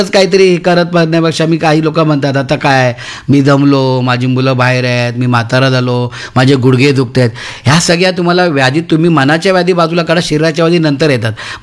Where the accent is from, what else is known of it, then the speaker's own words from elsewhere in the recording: Maharashtra, India; moved away as an adult; माझी आपण प्रत्येकाची नाळ आपली गावी कोकणात तर असतेच